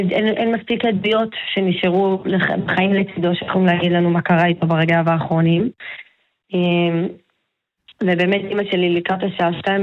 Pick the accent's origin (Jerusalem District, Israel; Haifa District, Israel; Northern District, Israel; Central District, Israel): Northern District, Israel; Ahuzat Barak; אנחנו מהצפון, פה מאזור בית קשת, אפולה, אחוזת ברק אנחנו